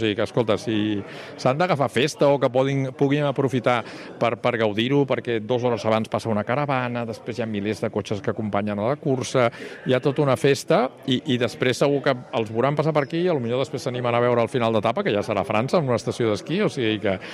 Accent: Barcelona, Catalonia, Spain; Jo que sóc barceloní, però que estic molt vinculat també aquí al Vallès

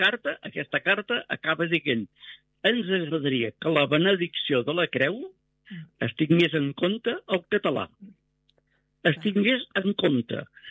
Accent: Catalonia, Spain

